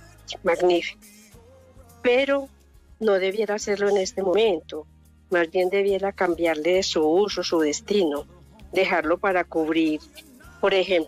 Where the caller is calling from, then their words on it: Envigado, Antioquia, Colombia; Yo hablo desde Envigado